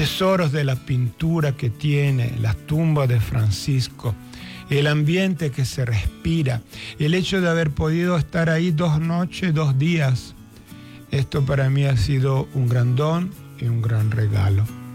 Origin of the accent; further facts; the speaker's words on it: Inverigo, Lombardy, Italy; moved away; also born or lived in Milan; Yo, si bien nacido en Milán, la gran ciudad, pero a los 7 años con mi familia nos hemos trasladado en Inverigo a 30 kilómetros al norte, cerca del lago de Como. Y es un pequeño pueblo rural de unos 10.000 habitantes.